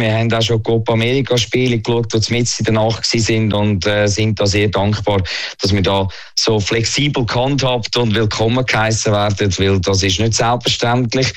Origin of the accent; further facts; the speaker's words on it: Switzerland; da bin ich für die Schweiz. Das ist mein Heimatland.